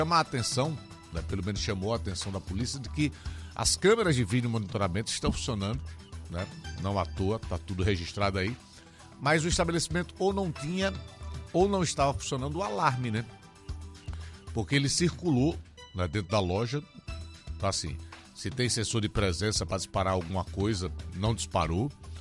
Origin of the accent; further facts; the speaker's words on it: Maceió, Alagoas, Brazil; Eu sou apaixonado pela minha terra, né, pela cidade de Maceió, pelo estado de Alagoas.